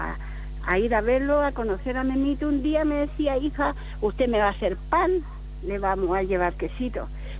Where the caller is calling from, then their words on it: Los Sauces, Ñuble, Chile; De acá, de Los Sauces, Monte León.